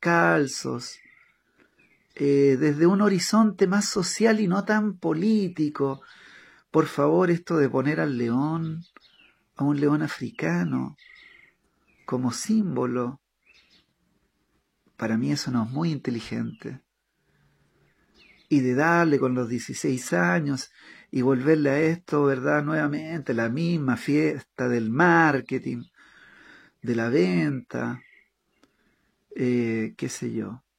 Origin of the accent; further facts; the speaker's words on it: Chile; moved away as an adult; now in Paraguay; ustedes saben que yo soy chileno, pero no me digan chileno a secas, porque yo llevo 14 años viviendo en Paraguay y tengo dos pequeños que son paraguayitos.